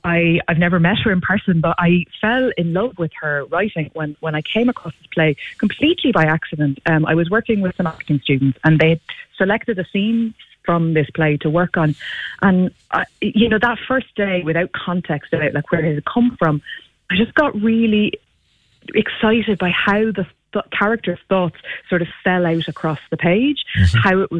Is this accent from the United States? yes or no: no; Ireland